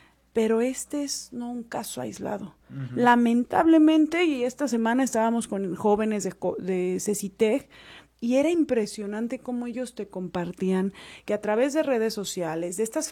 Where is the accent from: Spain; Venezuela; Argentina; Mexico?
Mexico; como lo digo como mexicana